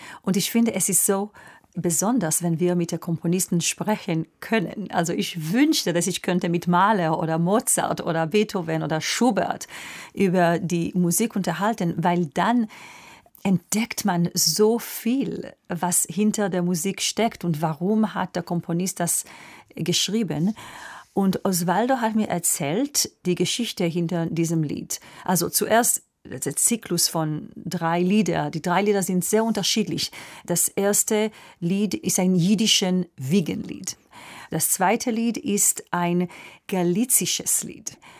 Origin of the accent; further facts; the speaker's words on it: Israel; German is a second language; Meine Heimat ist aber Israel, wird immer Israel sein. Es ist ein sehr besonderes Land mit allem Schmerz und Probleme. Und ich fühle eine sehr tiefe Verbindung. Vielleicht, weil meine Kindheit da war